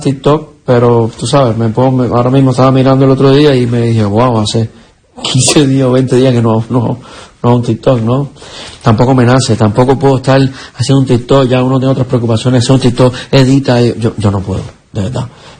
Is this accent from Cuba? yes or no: yes; Cuba; moved away; crecimos prácticamente en Cuba toda la vida